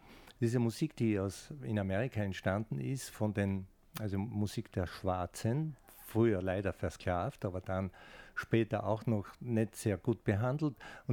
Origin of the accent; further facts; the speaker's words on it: Styria, Austria; Ich komme ja aus der Steiermark, da heißt es bei uns Blaudruck, zum Färben von Stoffen.